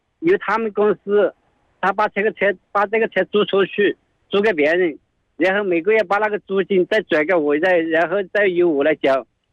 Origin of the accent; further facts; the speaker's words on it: Shaoyang, Hunan, China; moved away; 送到我们老家，送到是湖南邵阳